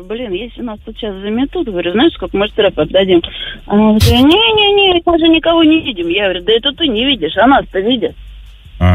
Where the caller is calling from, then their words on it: Lipetsk, Lipetsk Oblast, Russia; Я из Липецка.